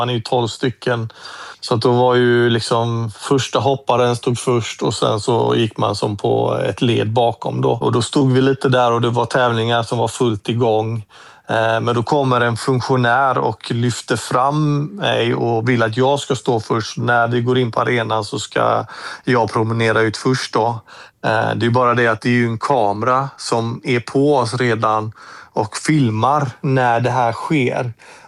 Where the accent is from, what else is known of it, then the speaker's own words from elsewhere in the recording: Gothenburg, Västra Götaland County, Sweden; Och för mig var det ju hemmaplan gånger 2 i och med att jag kommer från Göteborg och alla Göteborgsklubbar runt omkring där med min hemmaklubb som var Örgryte IS.